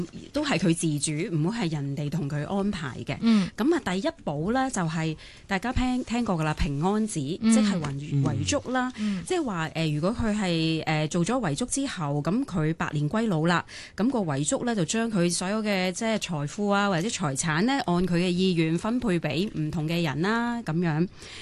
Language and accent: Cantonese; China; 但係有多時候，可能我哋中國人啊，都比較難於啟齒嘅。